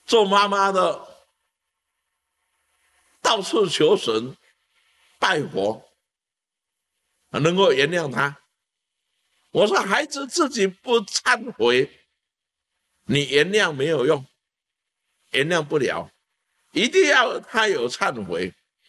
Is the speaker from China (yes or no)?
yes; China; 啊，我们中国人还是重视伦理，所以世界四大文明只有中华民族的文明没有灭，其他都灭掉了